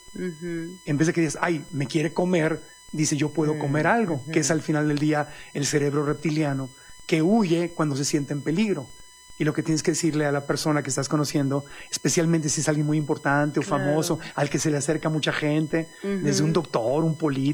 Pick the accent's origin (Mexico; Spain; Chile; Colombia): Mexico; Ciudad Obregón, Sonora; moved away; realidad compartida, yo crecí en Sonora, en Obregón